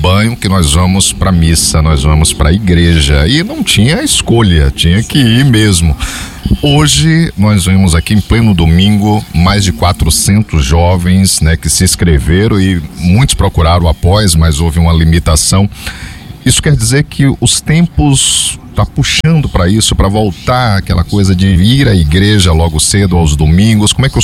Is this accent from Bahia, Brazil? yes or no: yes; Feira de Santana, Bahia, Brazil; na minha infância em Feira de Santana